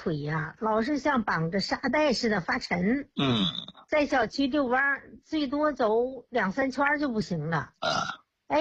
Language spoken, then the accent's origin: Chinese; Hebei, China; 我是河北的。